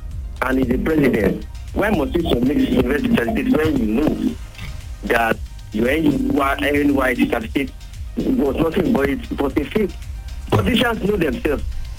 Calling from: Oyo, Nigeria; I'm just calling from Apaka, I did the PS analyst.

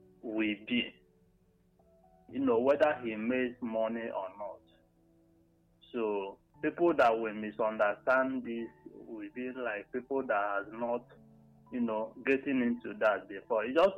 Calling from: Enugu, Enugu State, Nigeria; Good evening. … from Enugu.

